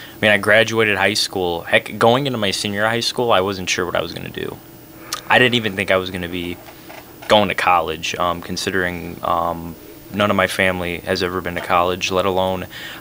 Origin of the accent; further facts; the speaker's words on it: Beloit, Wisconsin, United States; moved away as an adult; now in Whitewater, United States; because I'm from Beloit.